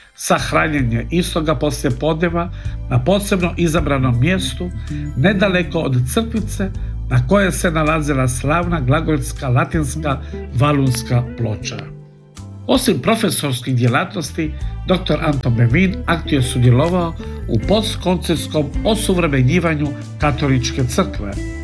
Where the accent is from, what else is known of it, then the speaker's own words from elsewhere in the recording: Primorje-Gorski Kotar County, Croatia; svi vi koji smo rodom sa Cresa iz Lošinja